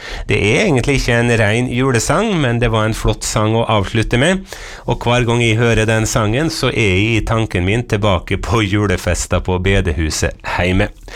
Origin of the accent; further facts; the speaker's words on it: Eide, Møre og Romsdal, Norway; så vokste jeg opp på Eide på Nordmøre I en liten bygd som heter Vassgård. Og sammen med nabobygda Uggelstad, det var ikke så mange hus til sammen I disse to bygden, så utgjorde det skolekretsen Sjøfettgrenna.